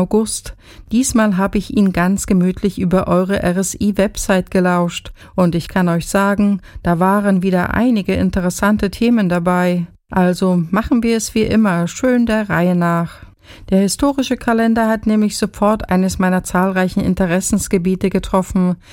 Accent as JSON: {"language": "German", "town": "Gera", "region": "Thuringia", "country": "Germany", "tie": "born or raised there", "said": "denn auch in meiner Heimatstadt Gera dreht sich momentan vieles um die Straßenbahn."}